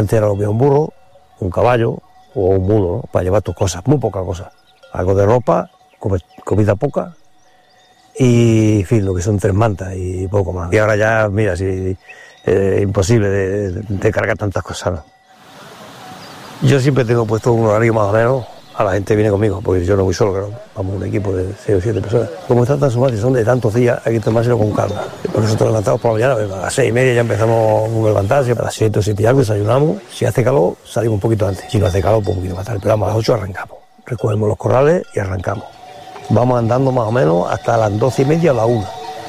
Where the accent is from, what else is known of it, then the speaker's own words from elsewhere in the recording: Torremocha, Extremadura, Spain; galés, soy extremeño de Torremocha. Me dedico al pastoreo trashumante, pastor de toda la vida, hijo de pastores y nieto de pastores.